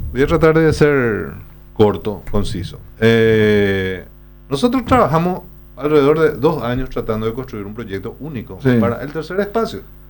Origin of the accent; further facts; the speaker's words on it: Luque, Central, Paraguay; yo nací en Luque también.